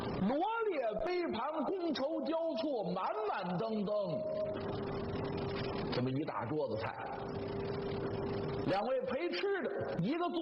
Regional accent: Beijing, China; 咱们北京人呢，乃至北方人吃的呢，也挺好，也挺顺口。

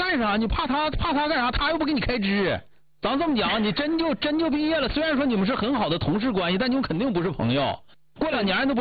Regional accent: Northeast China, China; 这是咱们东北人本身来说就是一个特点，就是走到哪儿就是哪儿的人，不用害怕啊。

